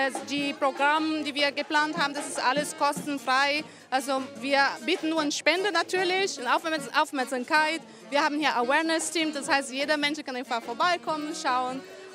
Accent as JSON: {"language": "German", "country": "Brazil", "moved": "yes", "lives_now": "Frankfurt, Germany", "said": "ich komme aus Brasilien"}